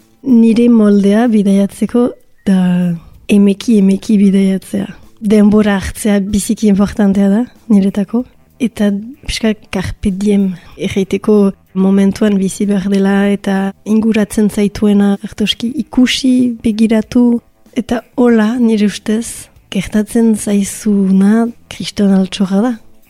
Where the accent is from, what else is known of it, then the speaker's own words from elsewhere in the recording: Bayonne, Nouvelle-Aquitaine, France; moved away as an adult; Baionan sortu nintzen eta ogoi urte arte Baionan bizi nintzen. Eta gero nire lehen bidaia handia egin nuen estatu batuetara, oper gisa.